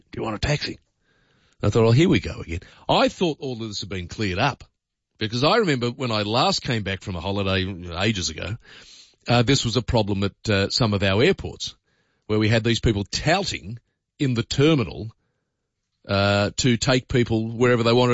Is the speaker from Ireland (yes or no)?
no; Australia